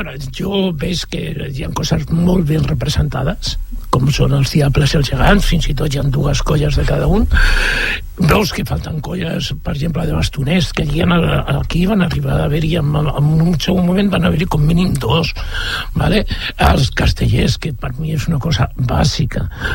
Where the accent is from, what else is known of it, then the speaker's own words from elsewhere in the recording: Catalonia, Spain; now in Sant Boi de Llobregat, Spain; sóc català